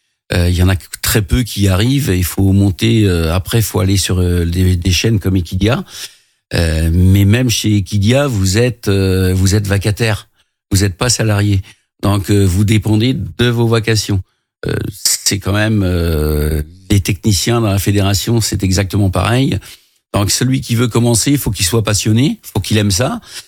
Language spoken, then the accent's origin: French; Renazé, Pays de la Loire, France; also born or lived in Craon; je suis grand renasé, je suis originaire de Renasé, je vivais à Cran, je jouais au foot à Cran